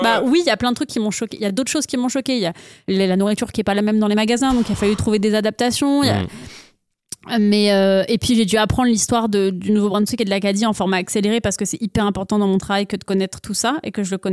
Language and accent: French; France; Et puis, je suis française, donc je vais dire ce que je pense.